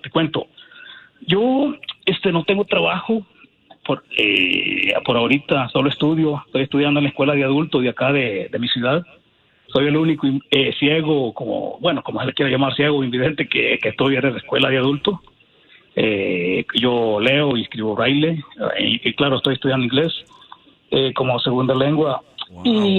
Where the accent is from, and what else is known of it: Chalatenango, El Salvador